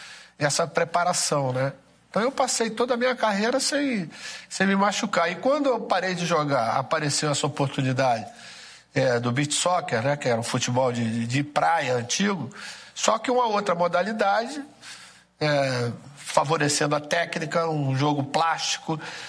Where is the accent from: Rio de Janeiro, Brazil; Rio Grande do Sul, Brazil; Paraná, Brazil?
Rio de Janeiro, Brazil; eu fui criado aqui em Copacabana